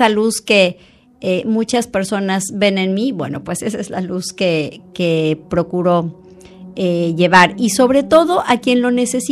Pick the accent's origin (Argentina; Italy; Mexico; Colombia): Mexico; moved away as an adult; now in Barcelona, Spain; soy una mujer mexicana que tiene más de 7 años viviendo en Barcelona.